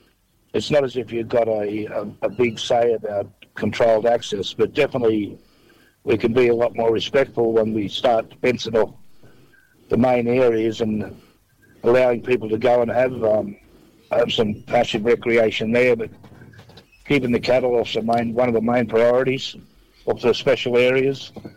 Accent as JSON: {"language": "English", "town": "Gunnedah", "region": "New South Wales", "country": "Australia"}